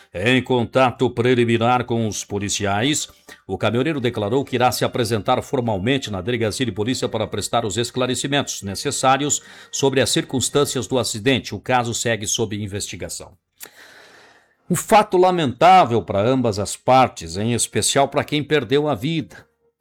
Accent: Rio Grande do Sul, Brazil; Nós que somos gaúchos, comemos carne com vontade.

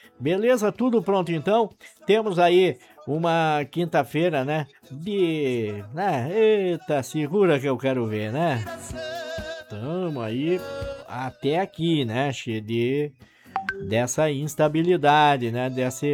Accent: Rio Grande do Sul, Brazil; nós somos gaúchos, né?

